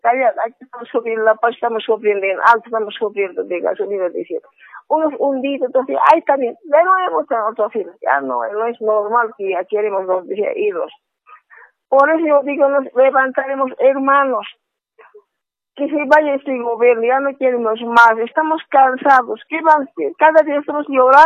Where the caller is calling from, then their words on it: La Paz, Bolivia; soy de Tenencia Morillo.